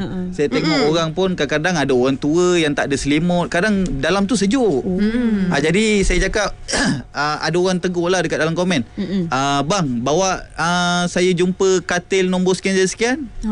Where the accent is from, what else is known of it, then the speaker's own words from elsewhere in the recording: Ayer Molek, Malacca, Malaysia; Saya berasal di Melaka juga. Di Ain Molek, Kelintang.